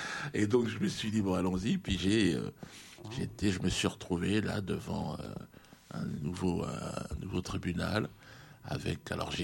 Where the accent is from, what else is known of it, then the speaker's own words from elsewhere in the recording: Cameroon; moi j'ai grandi en tant que Camerounais